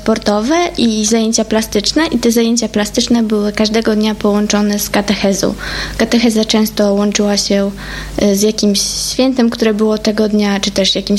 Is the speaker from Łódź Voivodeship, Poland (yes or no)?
no; Ełk, Warmian-Masurian Voivodeship, Poland; w Ełku, tam skąd pochodzę.